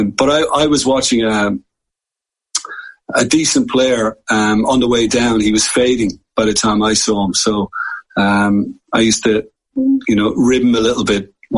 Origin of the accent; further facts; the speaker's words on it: Waterford, Munster, Ireland; I'm from Waterford and I grew up in Waterford, but Tremor is only 7 miles away and it's the resort in the county of Waterford.